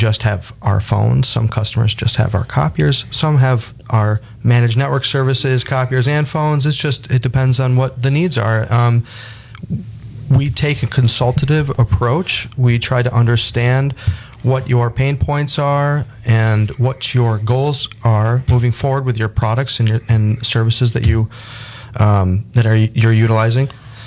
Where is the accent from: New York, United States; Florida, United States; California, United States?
New York, United States; Watertown; I'm from Watertown.